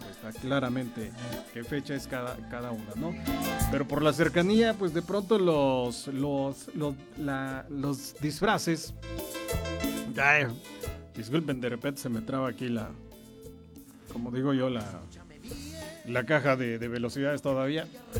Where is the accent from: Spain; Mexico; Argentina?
Mexico; nosotros somos de mexicanos